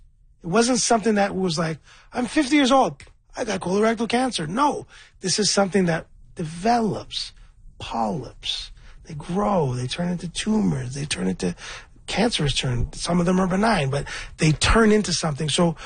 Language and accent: English; Scarborough, Ontario, Canada; I'm from Scarborough. I'm a rapper.